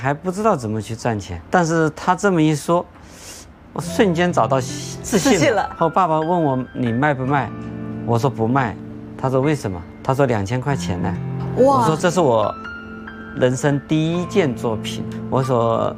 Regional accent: Jingdezhen, Jiangxi, China; 我们家乡也通上了高铁啊，这是让景德镇特别开心的事情。

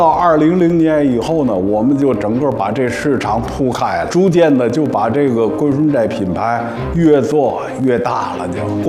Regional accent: Tianjin, China; born there; 因为在大兴街那儿有一个院儿，我们家就住在那里头，后边就是工厂，我出生就出生在糕点厂里。

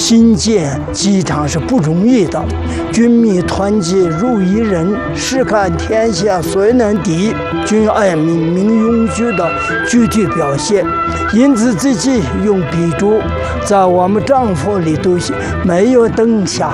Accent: Shigatse, Tibet, China; 我1944年生的，今年是82岁。我出生在日喀则市僧都自区。

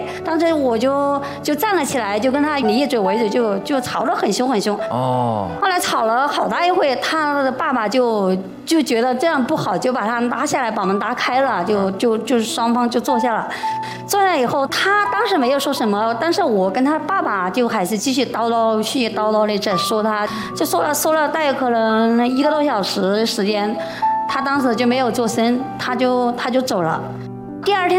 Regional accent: Yichang, Hubei, China; 我们宜昌那边不是有一个烤火的桌子嘛？

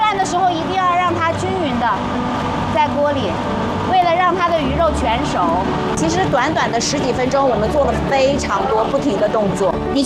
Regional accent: North China, China; 因为我是北方人嘛，小时候也会吃过这种咸鱼

